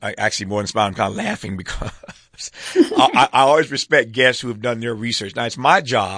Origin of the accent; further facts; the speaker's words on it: Indiana, United States; the Democratic nominee for treasurer in my home state of Indiana. Go Hoosiers.